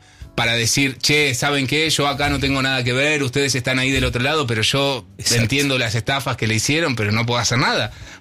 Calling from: Santa Teresita, Buenos Aires Province, Argentina; Vivo en Santa Teresita

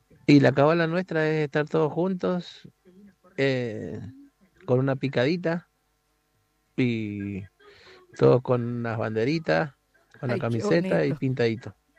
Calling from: Las Heras, Mendoza, Argentina; de Las Heras.

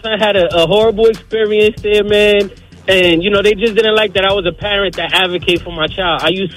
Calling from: New York City, New York, United States; I'm from Williamsburg, Brooklyn.

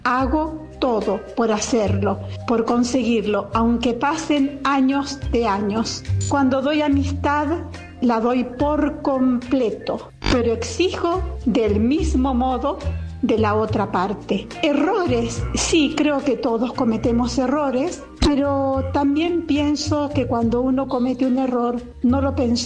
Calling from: Jujuy, Argentina; Desde este Jujuy frío, los saludo a todos.

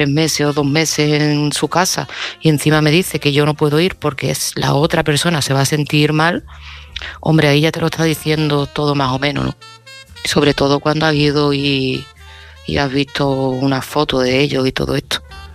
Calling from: Seville, Andalusia, Spain; de Sevilla

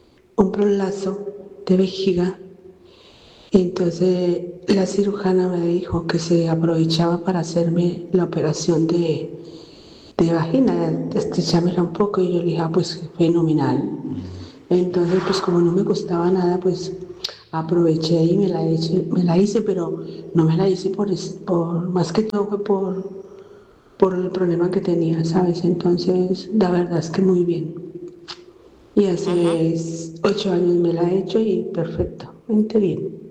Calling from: Madrid, Community of Madrid, Spain; Soy amiga de Madrid

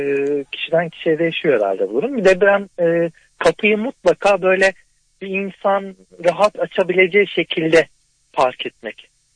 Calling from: Antalya, Turkey; ben Antalya'dan arıyorum.

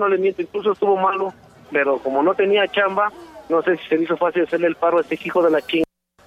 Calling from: Pachuca, Hidalgo, Mexico; Sí, somos de Pachuca.

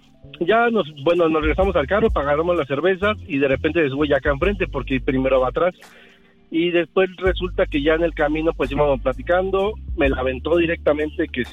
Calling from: Mexico City, Mexico; sí soy de estos rumbos

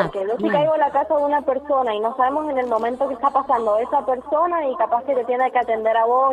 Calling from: Godoy Cruz, Mendoza, Argentina; de Godoy Cruz.

